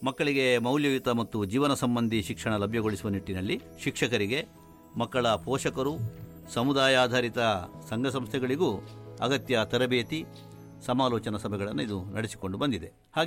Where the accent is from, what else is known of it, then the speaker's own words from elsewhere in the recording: Mangaluru, Karnataka, India; ಆದರೂ ಮಂಗಳೂರಿನ ಪೇಟೆಯ ಪರಿಚಯ ಪೂರ್ತಿ ಮಾಡಿಕೊಳ್ಳಲಿಕ್ಕೆ ಸಾಧ್ಯ ಆಗಲಿಲ್ಲ. ಅಷ್ಟು ವಿಸ್ತಾರವಾಗಿದೆ ನೋಡಿ ನಮ್ಮ ಊರು.